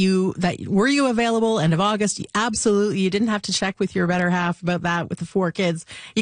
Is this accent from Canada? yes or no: yes; Canada; as a Canadian